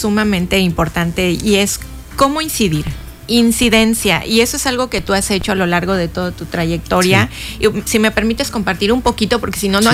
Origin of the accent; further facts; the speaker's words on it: Yucatán, Mexico; also born or lived in Cancún; Yo les digo que soy yucancunense porque soy de Yucatán y Cancún.